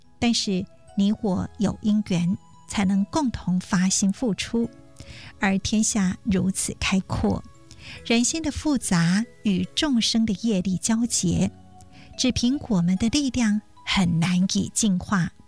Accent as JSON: {"language": "Chinese", "country": "Taiwan", "tie": "born there", "said": "我很感恩自己出生在台湾，此生的缘在台湾。"}